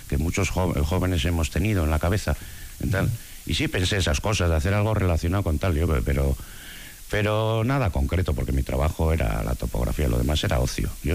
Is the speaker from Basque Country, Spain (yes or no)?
yes; Bilbao, Basque Country, Spain; born there; also born or lived in Umbe Mendi (Biscay) / Mungia; Yo nací en Deusto, estudié en la Salle de Deusto, y luego cuando se hizo la urbanización un Memendi, pues yo que tendría 11 años así, por ahí 12, pues mis padres compraron una casa ahí.